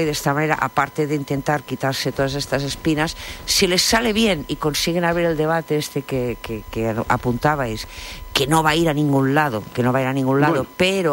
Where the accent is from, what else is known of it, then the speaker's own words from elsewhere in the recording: Catalonia, Spain; recuérdese que soy catalana